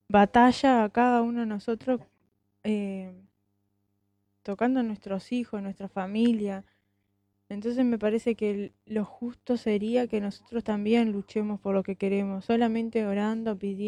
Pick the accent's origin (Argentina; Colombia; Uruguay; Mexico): Uruguay; Parque del Plata, Canelones; él se llama Baltasar Moreira. Nosotros venimos de Parque del Plata, de Canelones.